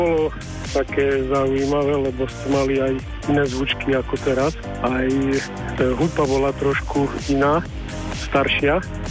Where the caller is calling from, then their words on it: Košice, Košice Region, Slovakia; Z Košic, pravda.